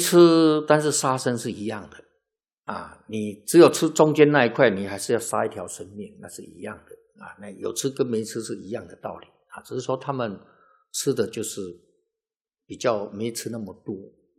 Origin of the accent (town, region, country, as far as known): Taiwan